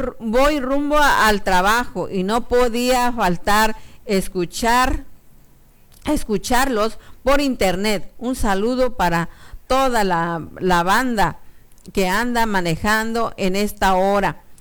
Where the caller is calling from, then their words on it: San Martín Chalchicuautla, San Luis Potosí, Mexico; first language Nahuatl; de este San Martín Chalchicuautla